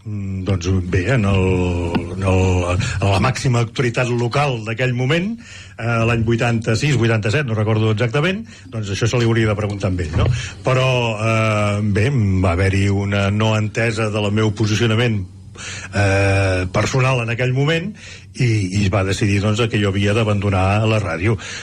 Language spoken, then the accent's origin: Catalan; Rubí, Catalonia, Spain; a la meva vila, llavors era vila, a Rubí